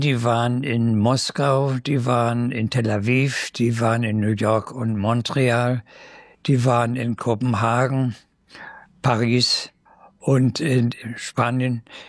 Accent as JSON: {"language": "German", "town": "Schwerin", "region": "Mecklenburg-Vorpommern", "country": "Germany", "tie": "born or raised there", "lives_now": "Wiesbaden, Germany", "said": "Ich habe eine Stiftung gegründet, dass die Hälfte meiner Bilder nach Schwerin in meine Heimatstadt gehen und die andere Hälfte bleibt in Wiesbaden."}